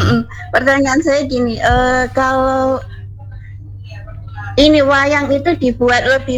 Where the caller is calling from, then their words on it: Surakarta, Central Java, Indonesia; Saya dari Mbak … di Surakarta.